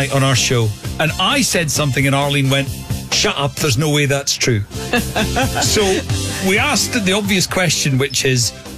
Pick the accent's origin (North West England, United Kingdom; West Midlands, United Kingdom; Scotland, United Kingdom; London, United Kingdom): Scotland, United Kingdom; Hawick; when I was growing up in Hoyk